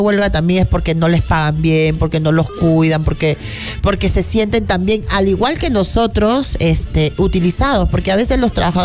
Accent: Trujillo, La Libertad, Peru; moved away; ¡Qué rico Trujillo, mi tierra hermosa!

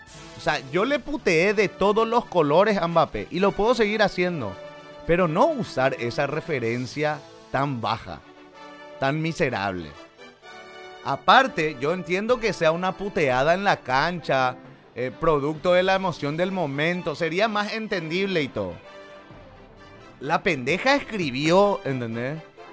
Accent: Paraguay; no soy paraguayo

